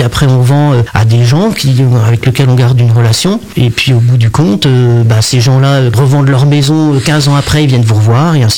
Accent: Corbigny, Bourgogne-Franche-Comté, France; Je suis originaire de Corbigny à la base et je suis agent immobilier depuis 30 ans cette année.

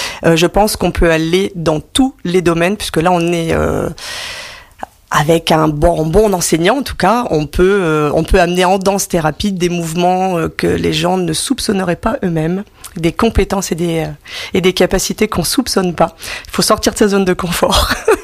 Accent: Hauts-de-France, France; donc je ne suis pas de la région parisienne, je suis picarde.

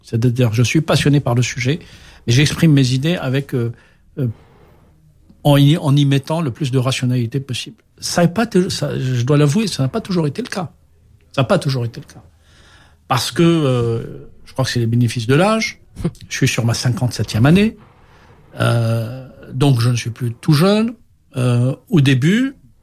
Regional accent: Algiers, Algiers Province, Algeria; Quand j'étais en Algérie, oui, parce que, en fait, je suis né à Alger, tu l'as rappelé, et j'appartiens à une génération né au lendemain de l'indépendance de l'Algérie, donc dans les années 60.

